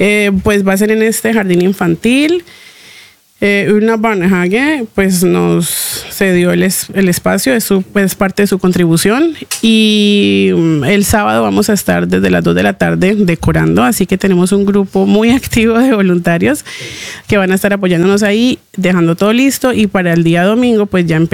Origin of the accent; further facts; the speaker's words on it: Palmira, Valle del Cauca, Colombia; yo soy de Palmira, cerca a Cali.